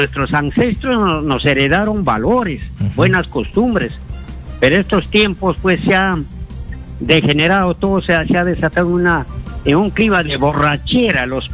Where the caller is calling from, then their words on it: Junín, Peru; de Junín.